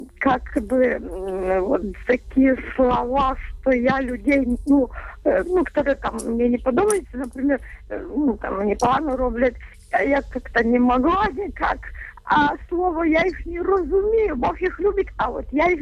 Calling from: Rivne, Rivne Oblast, Ukraine; Я з Рівного

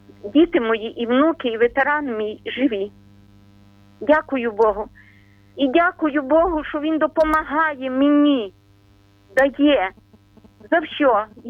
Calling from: Ternopil Oblast, Ukraine; ми з України. Вас вітає Тернопільщина

